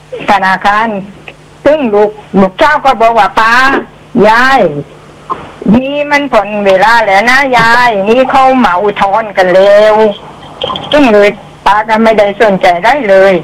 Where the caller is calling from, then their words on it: Tha Sala, Nakhon Si Thammarat, Thailand; accent: Southern Thai; แหลงใต้ป่านะนครศรีธรรมราช